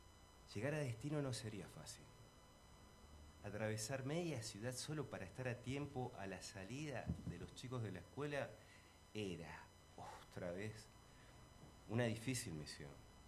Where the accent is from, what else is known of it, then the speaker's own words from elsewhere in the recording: Neuquén, Argentina; also born or lived in Sierra Grande, Río Negro; Nací en Sierra Grande, bueno, me fui criando en la provincia que está al ladito, en Neuquén.